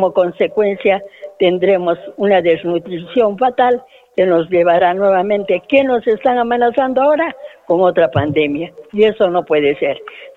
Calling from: Peru; Yo como mujer, como peruana

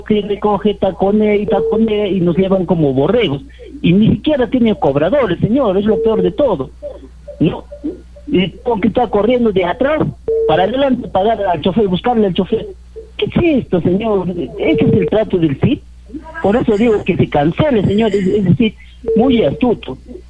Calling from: Arequipa, Peru; yo vivo en Papa del Polanco

